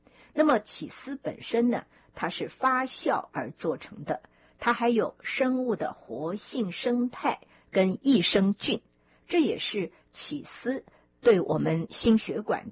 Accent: China; 可是呢我们中国人喜欢吃的油呢是从这个猪油里面拿出来的

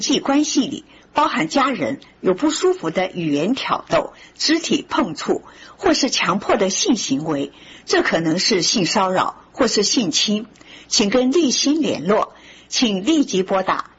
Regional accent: China; 沙拉其实对我们中国人来讲很简单来做的

